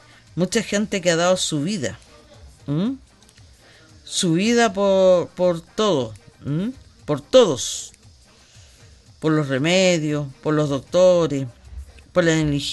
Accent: Arica, Arica y Parinacota, Chile; nosotros somos Arica, que cuesta lo que son Iquique, Magallanes, todo, cuesta, porque creen que nosotros no somos parte de Chile. Y somos parte de Chile. Somos ciudadanos chilenos

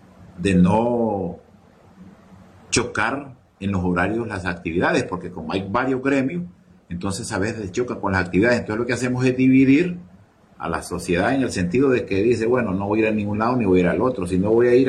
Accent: Sulaco, Yoro, Honduras; lo digo yo que soy de Sulaco, lo digo yo que he vivido esas experiencias.

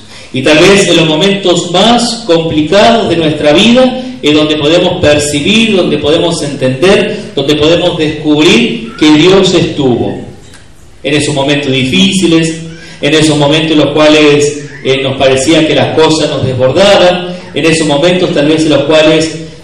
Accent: Río Gallegos, Santa Cruz, Argentina; yo soy de Río Gallegos

